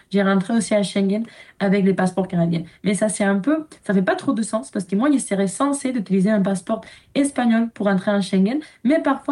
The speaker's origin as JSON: {"language": "French", "country": "Italy", "said": "Oui, je suis italienne, mais pour les autres, j'ai pas passé."}